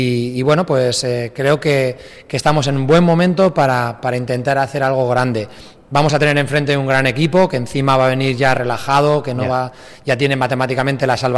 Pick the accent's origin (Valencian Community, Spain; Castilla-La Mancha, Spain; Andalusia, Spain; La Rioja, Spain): La Rioja, Spain; Logroño; Yo soy muy riojano, muy logroñés